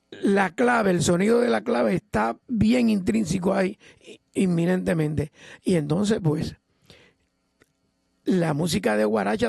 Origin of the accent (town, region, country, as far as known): Puerto Rico